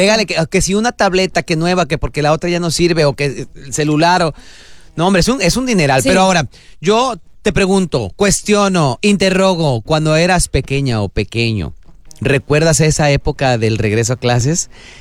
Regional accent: Mexico; now in United States; que yo crecí, en este caso que crecí en México, que sí. Fui a toda la vida a escuelas públicas

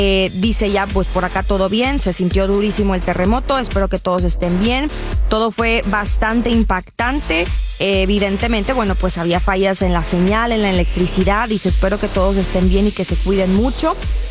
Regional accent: Mexico; como mexicanos también demostramos de lo que estamos hechos

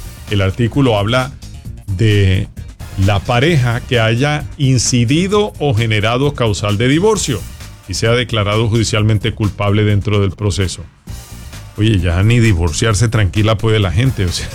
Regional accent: Colombia; Bueno, yo soy colombiano y ni entiendo todas estas leyes

